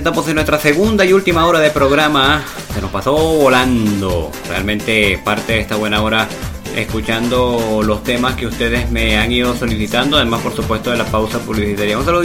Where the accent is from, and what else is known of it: Venezuela; moved away